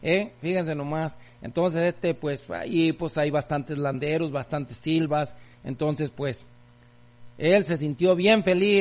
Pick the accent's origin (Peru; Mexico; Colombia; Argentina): Mexico; Guadalajara, Jalisco; also born or lived in Huejúcar, Jalisco / San Miguel Zapotitlán; soy nativo de aquí, de Huejúcar, Jalisco, pero criado allá por el área de Guadalajara primeramente, después en San Miguel Zapotitlán